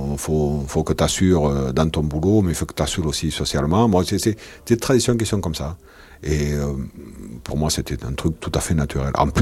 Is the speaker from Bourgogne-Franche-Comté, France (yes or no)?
no; Lannemezan, Occitanie, France; Je suis des Pyrénées. Je suis à côté de Tarbes, Lannemezan, exactement.